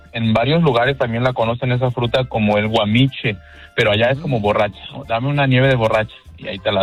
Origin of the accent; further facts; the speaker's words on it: San Luis de la Paz, Guanajuato, Mexico; yo soy originario de San Luis de la Paz, ahí en el estado de Guanajuato